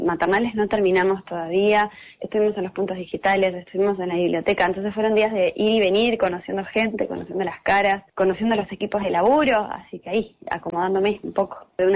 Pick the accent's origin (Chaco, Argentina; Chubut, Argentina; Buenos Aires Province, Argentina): Chubut, Argentina; Esquel; also born or lived in Córdoba; Bueno, yo soy acá de Esquel, soy nacida y criada acá en Esquel. Me fui a estudiar a Córdoba, estudié letras en Córdoba, estudié la tecnicatura en corrección de textos y profesorado en letras. Me volví a Esquel en 2019